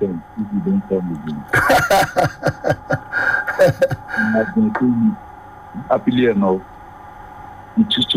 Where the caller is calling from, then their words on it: Namibia; I'm calling from Namibia.